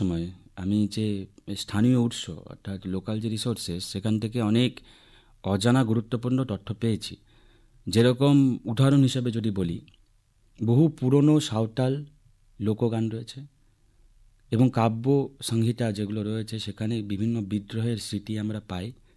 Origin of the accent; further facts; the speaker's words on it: West Bengal, India; born there; আমি নিজে উত্তরবঙ্গে জন্মেছি। আমাদের উত্তরবঙ্গে প্রচুর জাতি রয়েছে, জনজাতি রয়েছে